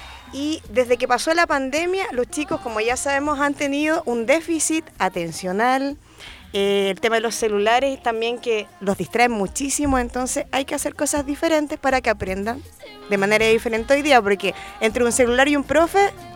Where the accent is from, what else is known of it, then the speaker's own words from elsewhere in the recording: Iquique, Tarapacá, Chile; yo soy de Iquique, originaria de Iquique, tierra de campeones, por supuesto.